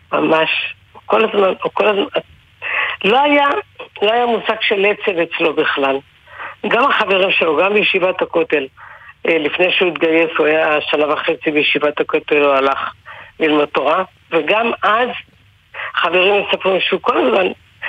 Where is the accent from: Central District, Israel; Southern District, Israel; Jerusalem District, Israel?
Jerusalem District, Israel; Jerusalem; אני כבר הייתי בגבעת התחמושת, גם גדלתי שם וגרתי שם